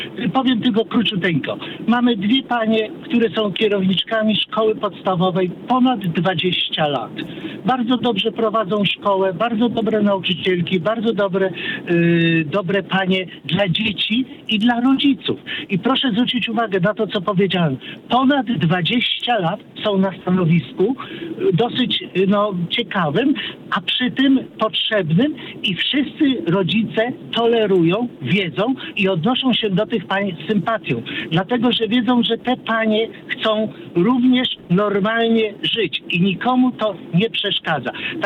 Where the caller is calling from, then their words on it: Pomeranian Voivodeship, Poland; Ja pochodzę, znaczy inaczej, mieszkam w małej miejscowości w województwie pomorskim